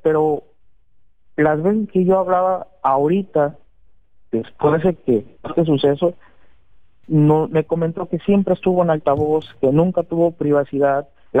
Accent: Poza Rica, Veracruz, Mexico; nosotros somos de Poza Rica, Veracruz, fue esta institución.

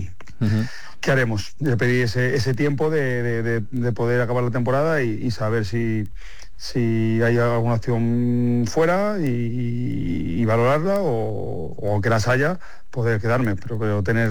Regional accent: Valladolid, Castile and León, Spain; moved away; todos los que somos pucelanos

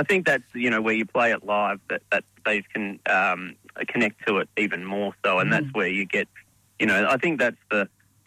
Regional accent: Victoria, Australia; my family property that I grew up on back in Western Victoria.

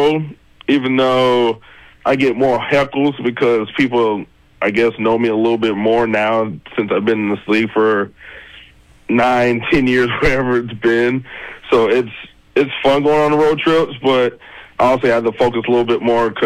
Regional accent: Orlando, Florida, United States; Born and raised in Orlando, went to college at Florida International, which is in Miami. So I've always been a Florida boy

